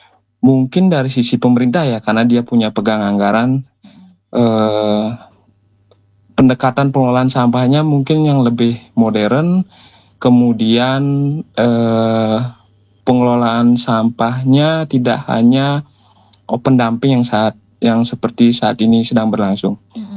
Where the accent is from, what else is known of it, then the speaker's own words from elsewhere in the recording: Bali, Indonesia; di desa saya dari Panjanom.